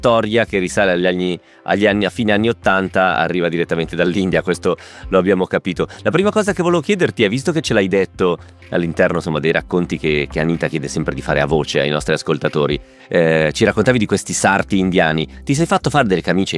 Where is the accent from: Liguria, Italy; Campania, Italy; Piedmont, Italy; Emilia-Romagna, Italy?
Piedmont, Italy; anche se Giovanni è delle mie parti, è della provincia di Novara.